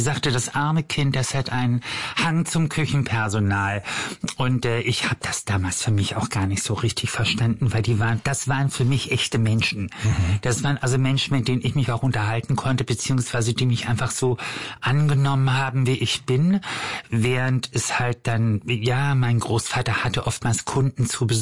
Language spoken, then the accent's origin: German; Germany; also born or lived in United States; Mein Vater war gebürtiger ist Amerikaner. Also ich bin deswegen auch in Amerika geboren. Und meine Eltern ließen sich scheiden, als ich 3 Jahre alt war. Meine Mutter ging zurück nach Deutschland und dann bin ich bei ihrer Familie aufgewachsen.